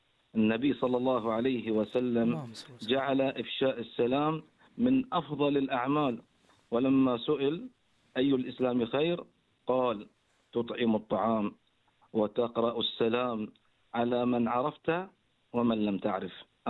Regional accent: Bahrain; إذاعة البحرين وإذاعة مملكتنا الغالية

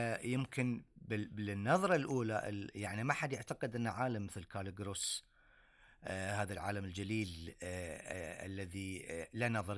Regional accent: Bahrain

